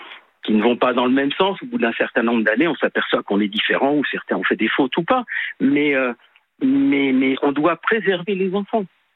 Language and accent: French; Paris, Île-de-France, France; quand j'étais gamin, à Paris, je prenais le métro tout seul, j'avais 10 ans